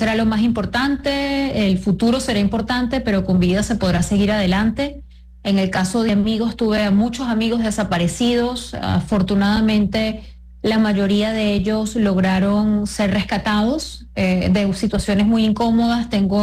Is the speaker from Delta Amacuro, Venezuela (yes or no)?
no; La Guaira, Venezuela; moved away as an adult; Soy de La Guaira, tenía familia en el estado Vargas.